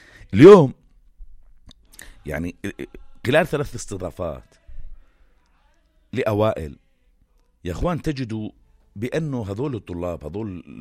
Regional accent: Jordan; والله ما بقولها لأن أنا أردني

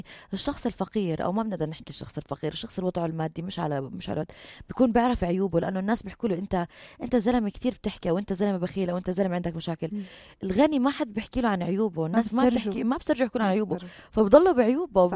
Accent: Beirut, Beirut Governorate, Lebanon; أنا من بيروت حضرتك

